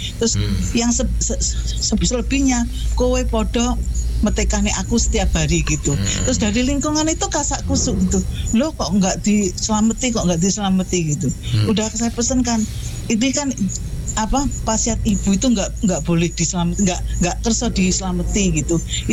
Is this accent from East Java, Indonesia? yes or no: yes; Takeran, East Java, Indonesia; Takeran ya Madiun.